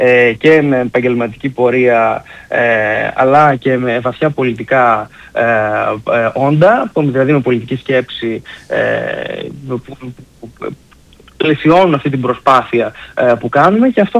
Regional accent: Trikala, Thessaly, Greece; moved away as an adult; now in Athens, Greece; εγώ είμαι 30 χρονών, είμαι ένας νέος δικηγόρος. Γεννήθηκα και μεγάλωσα στα Τρίκαλα

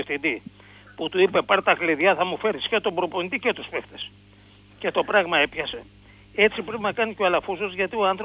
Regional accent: Piraeus, Attica, Greece; από Πειραιά.

